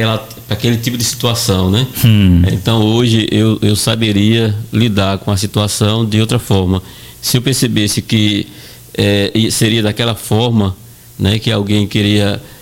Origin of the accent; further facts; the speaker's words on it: Coruripe, Alagoas, Brazil; moved away as an adult; now in Penedo, Brazil; Coruripe. Coruripe. Numa fazenda da usina Coruripe, que nem existe mais hoje